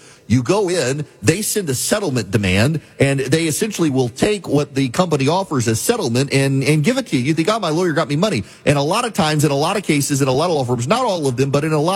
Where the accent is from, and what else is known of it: Louisiana, United States; born or raised there